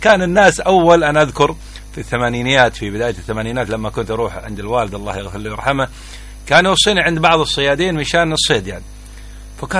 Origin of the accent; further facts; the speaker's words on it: Mukalla, Hadhramaut, Yemen; نحن نتكلم باللهجة الدارجة عندنا في المكلة